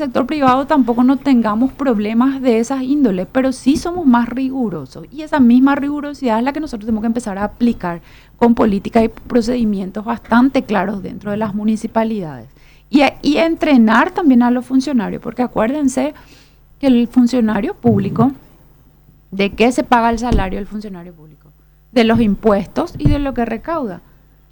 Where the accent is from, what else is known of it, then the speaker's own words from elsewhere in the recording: Lambaré, Central, Paraguay; Yo soy una ciudadana de Lambaré.